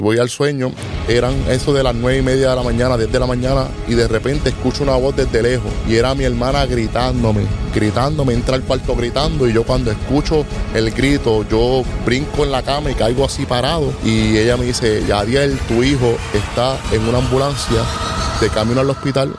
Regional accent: Isabela, Puerto Rico; also born or lived in Aguadilla, Puerto Rico; Soy de noroeste de Puerto Rico. Soy nacido en Aguadilla, pero criado en Isabela. Junto con mis padres, mis hermanos, tengo dos hermanos mayores. Yo soy el menor de la casa y junto con … … Vengo de este humilde pueblo

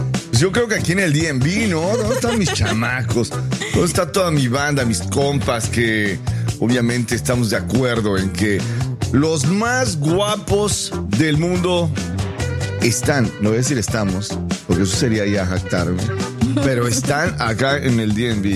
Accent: Bolivia; yo soy boliviano, yo soy de Bolivia.

